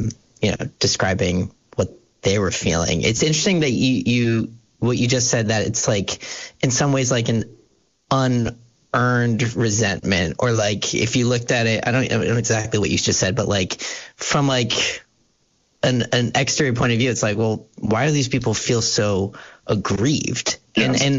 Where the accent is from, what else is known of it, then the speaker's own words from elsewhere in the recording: North Providence, Rhode Island, United States; I grew up in Rhode Island, just outside of Providence, in a town called North Providence.